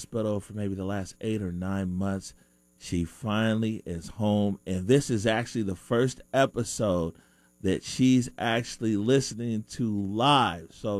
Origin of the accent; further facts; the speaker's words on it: Washington, United States; Growing up in the Central District and being in this media space and seeing people like yourself and even when I was younger, Connie Thompson and Steve Poole and Deborah Horn and all these guys.